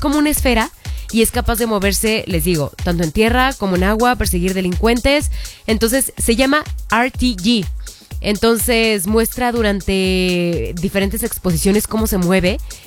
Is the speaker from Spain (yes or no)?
no; Mexico; así somos los mexicanos en general